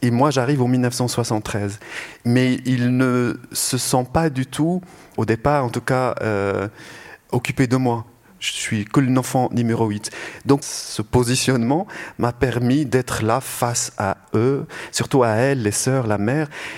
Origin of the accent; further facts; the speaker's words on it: Rabat, Rabat-Salé-Kénitra, Morocco; born there; À l'hôpital d'Avicenne à Rabat.